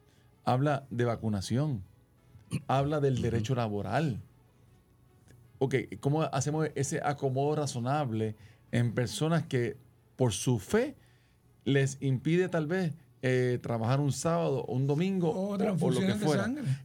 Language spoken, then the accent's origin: Spanish; Caguas, Puerto Rico; Yo me crié en un barrio en Cagua donde la entrada del barrio mío era un templo espiritista.